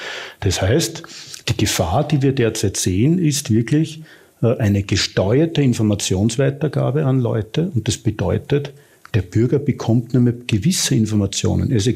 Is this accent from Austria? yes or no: yes; Austria; Und da sind wir als Österreicher genau mittendrin.